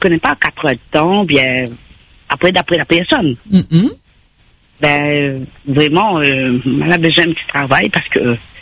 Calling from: Réunion; j'habite sur Quartier Français.

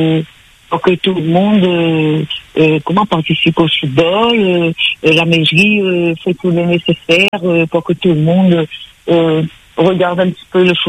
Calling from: Saint-Louis, Réunion; Ben, moi, j'habite à Saint-Louis.

